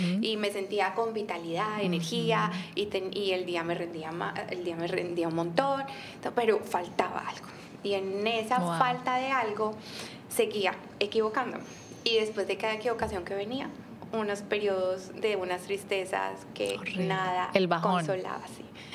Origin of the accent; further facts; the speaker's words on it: Medellín, Antioquia, Colombia; Yo soy de Medellín.